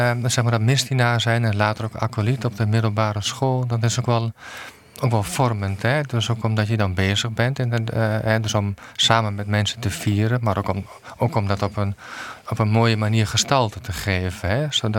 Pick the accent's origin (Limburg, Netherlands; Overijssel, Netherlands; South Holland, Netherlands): Overijssel, Netherlands; Ik ben geboren en getogen in Twente. En dus mijn achternaam is ook een echt typisch Twentse naam.